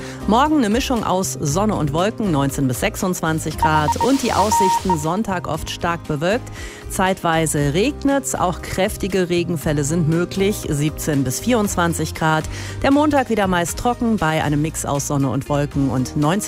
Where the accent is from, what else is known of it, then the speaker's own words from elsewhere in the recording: North Rhine-Westphalia, Germany; Ich bin ja ein Kind des Ruhrgebiets